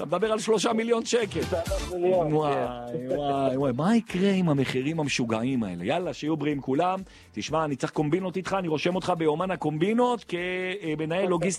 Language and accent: Hebrew; Jerusalem, Jerusalem District, Israel; אני גדלתי שם, גם סיימתי את התיכון במקיף גילו.